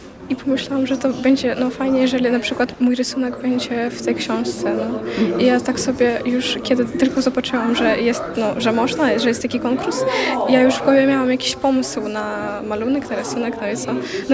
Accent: Kyiv, Ukraine; Polish is a second language; now in Poland; bo ja sama jestem z Ukrainy, z Kijowa i ja trochę wiem, że co to jest wojna.

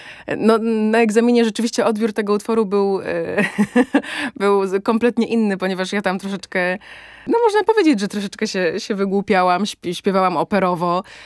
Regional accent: Szamotuły, Greater Poland Voivodeship, Poland; moved away; Ja jestem z Szamotuł, z Wielkopolski. I Szamotuły rzeczywiście, mimo tego, że jest to niewielkie miasto

